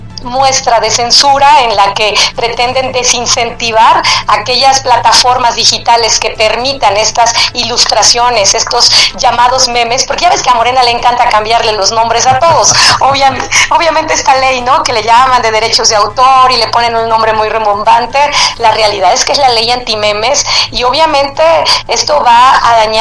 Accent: Mexico; Ese sería el llamado a estar unidos como mexicanos en contra de legislaciones como lo que hoy está sucediendo

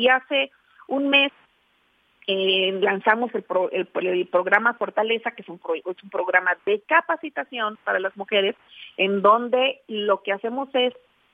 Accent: Mexico

